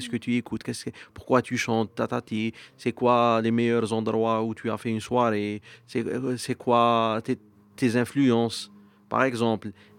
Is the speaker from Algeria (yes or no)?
yes; Algiers, Algiers Province, Algeria; je viens d'une famille qui n'écoute pas le rail. J'ai grandi à Alger, je suis né à Alger, et on n'écoute pas le rail à la maison.